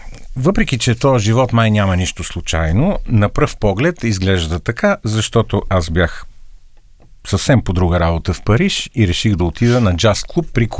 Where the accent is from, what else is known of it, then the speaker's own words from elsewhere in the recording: Sofia, Sofia City, Bulgaria; И аз му казах от София